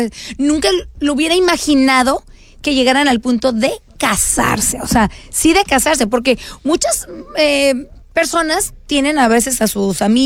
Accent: Mexico; Pero nosotros sí somos mexicanos

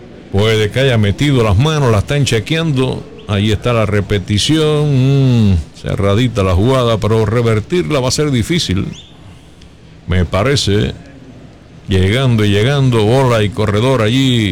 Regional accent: Cuba; los cubanos también lo hacemos

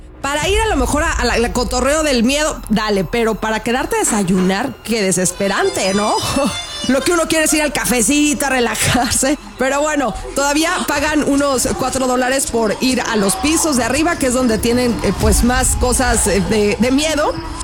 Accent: Sinaloa, Mexico; yo que soy sinaloense

